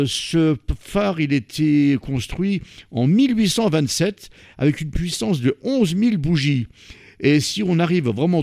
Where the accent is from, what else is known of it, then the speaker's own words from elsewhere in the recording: Germany; alors que moi je viens d'Allemagne